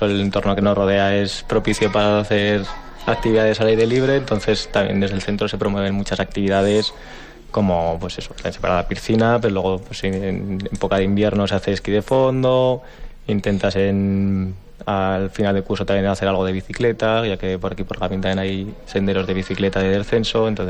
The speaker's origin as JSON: {"language": "Spanish", "town": "Zaragoza", "region": "Aragon", "country": "Spain", "also_born_or_lived": "Biescas", "moved": "as an adult", "lives_now": "Sabiñánigo, Spain", "said": "Yo soy de Zaragoza."}